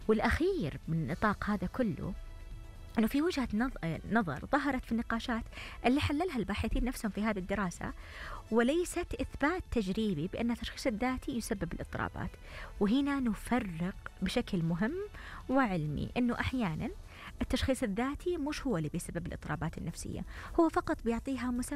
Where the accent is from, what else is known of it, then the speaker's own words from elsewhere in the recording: Saudi Arabia; عندنا في السعودية